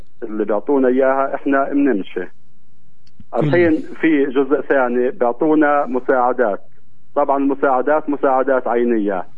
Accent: Al-Minya, Bethlehem Governorate, Palestine; لأهالي بلدتي

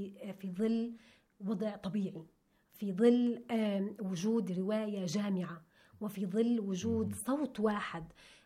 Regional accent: Palestine; إحنا اليوم صرنا كشعب فلسطين شعب منقسم.

